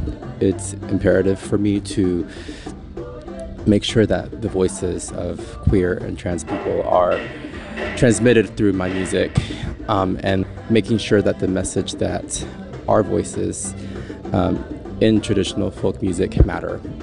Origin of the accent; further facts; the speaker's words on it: El Paso, Texas, United States; now in DC area, United States; As someone who's originally from the borderland region in the United States, I'm from El Paso, Texas.